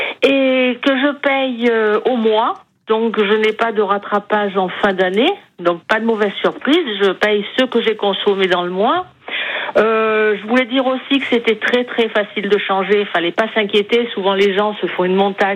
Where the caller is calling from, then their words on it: Aix-en-Provence, Provence-Alpes-Côte d'Azur, France; Oui, je suis à Aix.